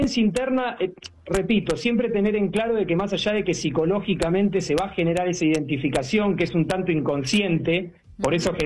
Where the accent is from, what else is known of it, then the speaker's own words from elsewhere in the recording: Argentina; siendo argentino soy muy fanático.